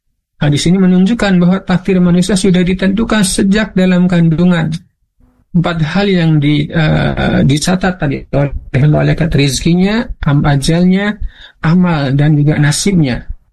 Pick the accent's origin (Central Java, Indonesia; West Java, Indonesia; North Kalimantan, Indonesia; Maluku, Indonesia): West Java, Indonesia; Indramayu; saya asli Indramayu, lahir